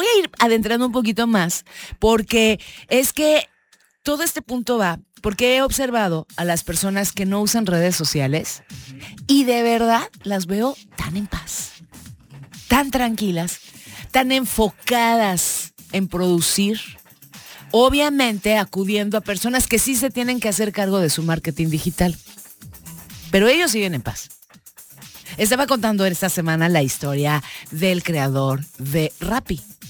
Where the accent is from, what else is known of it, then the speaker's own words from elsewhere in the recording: Mexico; Yo estoy dando seguimiento a varias cosas, porque soy mexicana. A mí sí me interesa lo que mi país haga, deshaga.